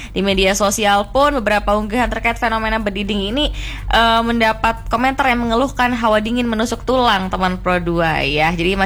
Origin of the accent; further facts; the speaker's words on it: Malang, East Java, Indonesia; sebagai warga Malang